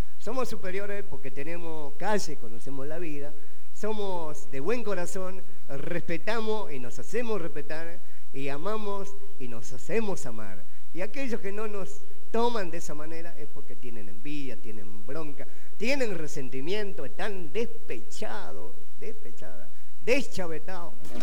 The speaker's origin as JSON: {"language": "Spanish", "country": "Argentina"}